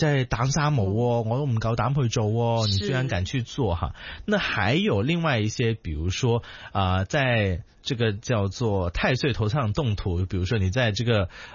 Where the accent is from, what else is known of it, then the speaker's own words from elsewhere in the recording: Guangdong, China; 我们广东人呢就发挥想象力哈